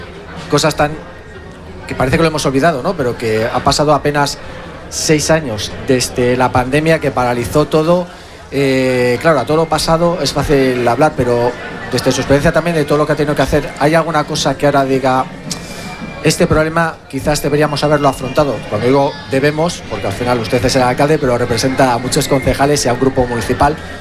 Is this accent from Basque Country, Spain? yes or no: yes; Bilbao, Basque Country, Spain; Los que la conocemos, que hemos vivido aquí. Bueno, yo soy de Santutxu, pero me considero Bilbao, claro.